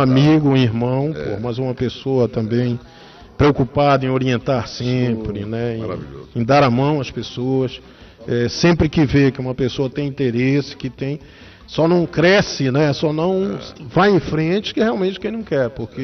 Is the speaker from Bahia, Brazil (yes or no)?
yes; Bahia, Brazil; Cachado, quando eu era garoto lá em Bahia, eu ficava ouvindo a Rádio Clube.